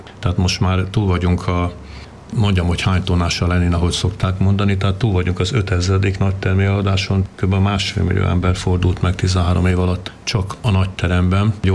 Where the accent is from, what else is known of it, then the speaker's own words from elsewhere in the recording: Veszprém, Veszprém County, Hungary; tehát nagyjából így nőttem föl, aztán innen jártam Almádiba vitorlázni, az is meghatározó élmény volt, és egyébként pedig ugye a szüleimmel mi Veszprémben laktunk.